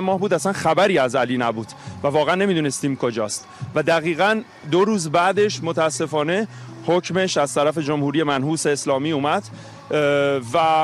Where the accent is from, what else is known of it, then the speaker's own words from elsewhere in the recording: Iran; now in France; ماها هیچ کدوممون دوست نداشتیم خاک پاکمون رو رها بکنیم، ولی به اجبار متاسفانه بیرون از ایران هستیم.